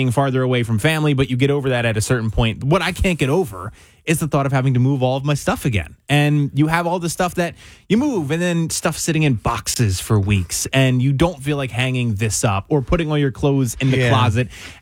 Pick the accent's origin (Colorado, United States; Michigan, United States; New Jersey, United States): New Jersey, United States; Chesterfield; born there; moved away as an adult; we moved from Chesterfield to where they live now.